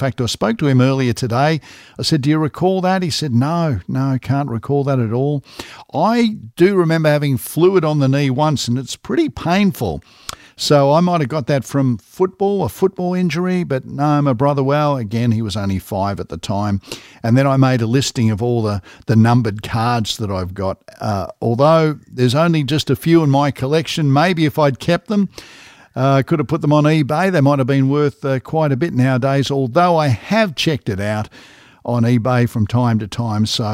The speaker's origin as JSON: {"language": "English", "town": "Melbourne", "region": "Victoria", "country": "Australia", "tie": "born or raised there", "said": "I'm at high school growing up in Melbourne"}